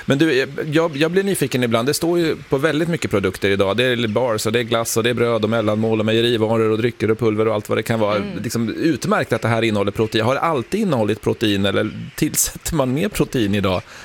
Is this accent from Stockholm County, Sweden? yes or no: no; Östergötland, Sweden; Så att ja, det finns en del att glädjas åt som östgöte här